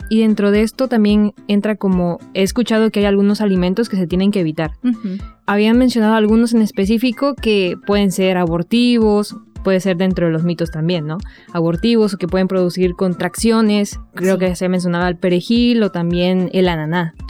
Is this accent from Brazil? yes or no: no; Mexico; En México, yo provengo de México